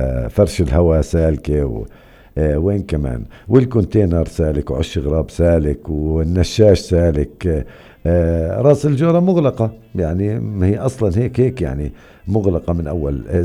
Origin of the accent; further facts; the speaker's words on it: West Bank, Palestine; إحنا كفلسطينيين